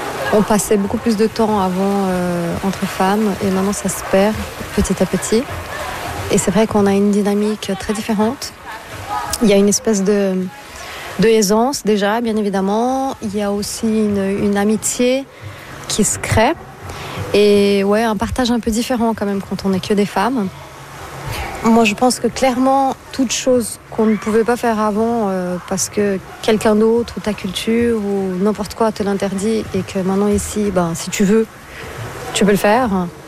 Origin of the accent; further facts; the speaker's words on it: Brazil; now in Switzerland; Moi, je suis brésilienne hein, à la base